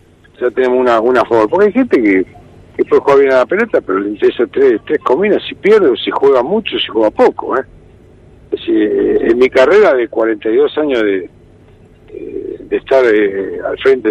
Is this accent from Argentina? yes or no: yes; Argentina; somos argentinos.